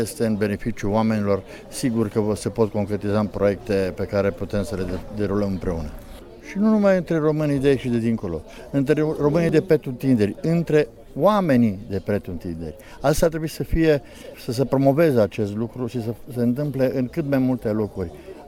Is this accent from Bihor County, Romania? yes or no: no; Lipova, Arad County, Romania; pentru că nu suntem doar din Lipova, suntem cumva, ce am adus noi astăzi aici este ceva reprezentativ pentru Valea Mureșului